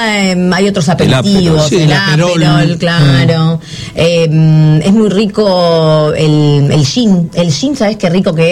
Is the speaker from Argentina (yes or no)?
yes; Rawson, Chubut, Argentina; Bueno, hola, venimos de Entre Ríos. Vamos a Rawson Chubut. Somos de allá.